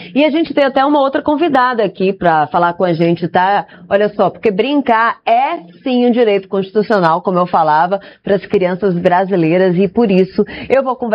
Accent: Fortaleza, Ceará, Brazil; Eu sou de Fortaleza, também sou do Nordeste, tá?

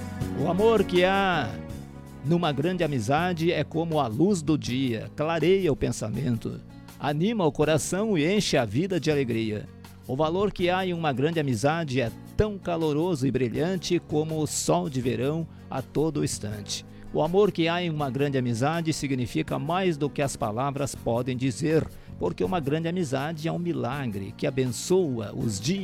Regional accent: Brazil; Nós somos brasileiros aí

